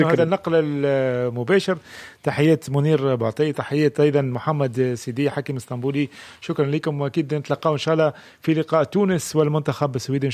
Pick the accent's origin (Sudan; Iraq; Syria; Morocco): Morocco; يعني أنا مغربي